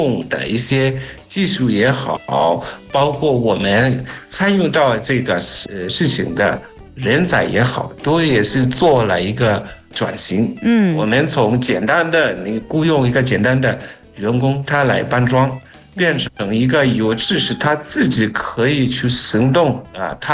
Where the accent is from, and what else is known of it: Zimbabwe; Chinese is a second language